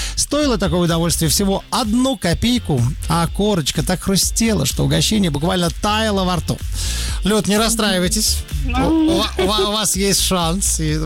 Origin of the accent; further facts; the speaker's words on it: Moscow, Russia; мы москвичи